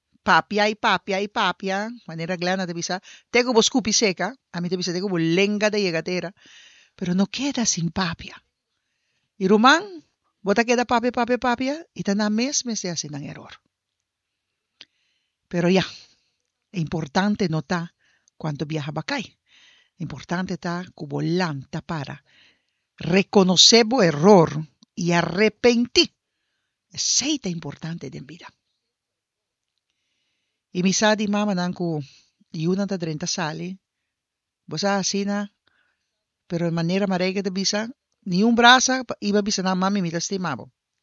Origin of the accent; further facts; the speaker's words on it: Bogotá, Colombia; born there; Claro, esto nací en Guama casa. No, en Bogotá.